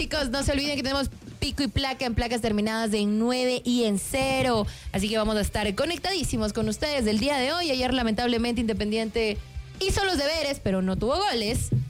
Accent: Ecuador; soy ecuatoriano, sí

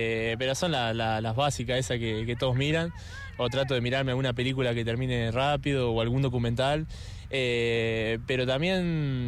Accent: Córdoba, Argentina; moved away; yo soy de Córdoba, del interior, de Córdoba, de un pueblo.

